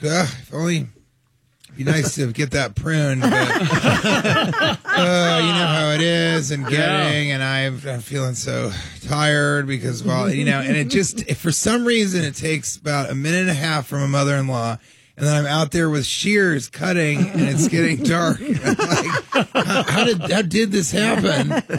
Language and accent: English; Denver, Colorado, United States; now in New York City, United States; Yeah, I am